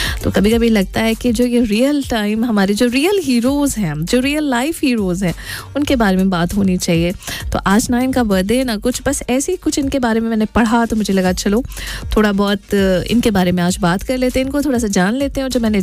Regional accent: Bangalore, Karnataka, India; मैं भी बैंगलोर से हूँ

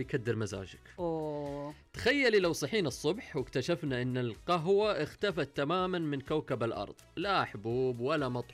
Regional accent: Saudi Arabia

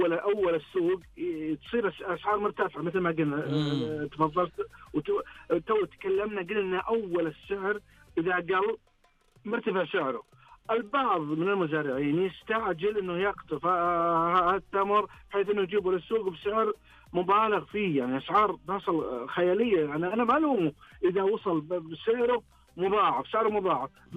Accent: Al-Qassim, Saudi Arabia; عندنا بالقصيم

